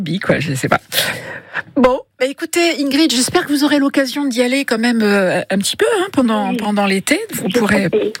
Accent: Hauts-de-France, France; moi, je suis picarde

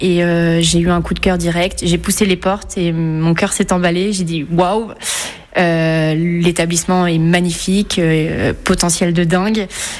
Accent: Livron-sur-Drôme, Auvergne-Rhône-Alpes, France; also born or lived in Valence / Marsanne; Je suis née à Valence et j'ai grandi à Livron, un petit village dans la Drôme. Et j'ai passé mon enfance à travers ces petits villages de la Drôme provençale également, notamment à Marsanne.

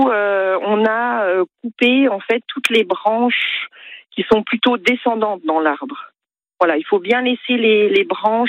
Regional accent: Besançon, Bourgogne-Franche-Comté, France; Du coup, on est originaire de la Franche-Comté, de Besançon, à côté de Besançon, oui.

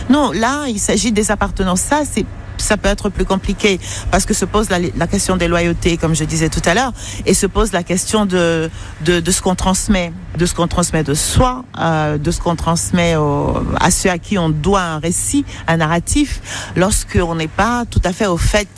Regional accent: Douala, Littoral, Cameroon; j'ai grandi, je suis née, j'ai grandi à Douala, j'ai appris à lire là-bas la littérature qui venait du monde entier et qui m'a profondément touchée.

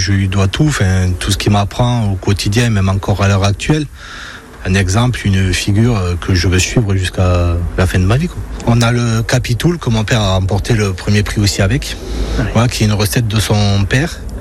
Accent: Occitanie, France; moi je suis du Gers, donc voilà, graisse de canard, hein.

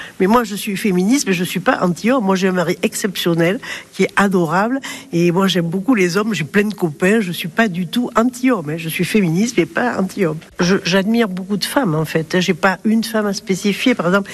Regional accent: Périgueux, Nouvelle-Aquitaine, France; je suis née à Périgueux, je vis à Périgueux, toujours, voilà.

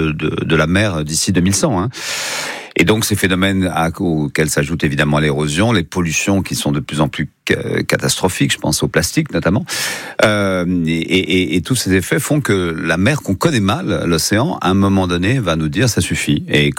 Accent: Brittany, France; moi chez moi en Bretagne

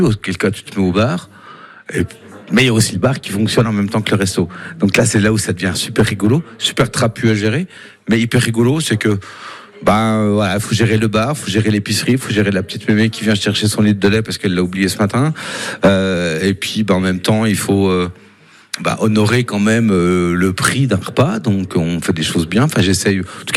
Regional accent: Bourgogne-Franche-Comté, France; parce que je suis jurassien

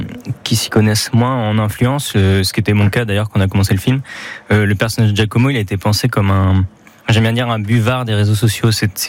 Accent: Orléans, Centre-Val de Loire, France; moi je viens d'Orléans et c'est une ville qui s'apparente très... Enfin, je trouve, qui est très proche d'Amiens.

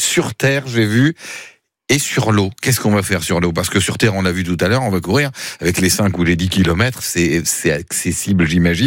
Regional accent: Centre-Val de Loire, France; chez nous en Touraine.

